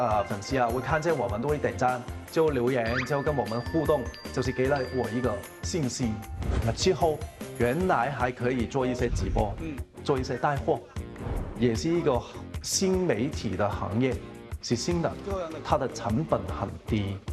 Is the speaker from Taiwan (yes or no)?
no; Hong Kong; moved away as an adult; 今年35岁，我是一个土生土长的香港人。我过来之前呢，我是在香港做金融股票的。